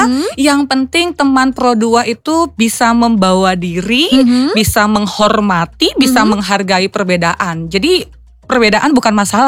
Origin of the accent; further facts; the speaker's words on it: Purwokerto, Central Java, Indonesia; also born or lived in Sumatra / Bandung; Saya asli dari Sumatera, yang tinggalnya di Bandung, sekarang besarnya di Purwokerto.